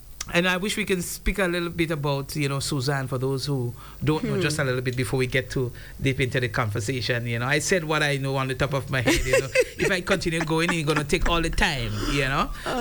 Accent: Guelph, Ontario, Canada; my neighbor, as a young boy growing up in Guelph.

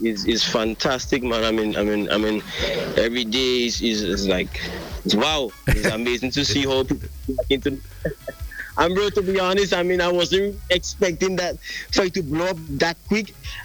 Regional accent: Gouyave, Saint John, Grenada; I'm from Guavis in St. John, but I reside at Mount Granby, also in St. John.

